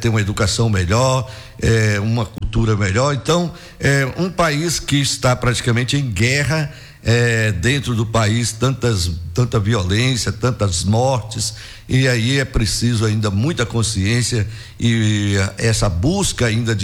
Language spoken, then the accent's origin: Portuguese; Northeast Region, Brazil; nós que somos nordestinos, 9 estados do Nordeste, estamos aqui na Bahia